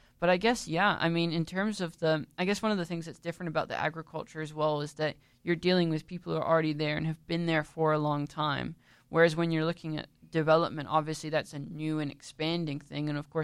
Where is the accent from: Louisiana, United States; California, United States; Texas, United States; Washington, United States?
California, United States; moved away; growing up in California, being about 20 miles away from San Francisco and Silicon Valley.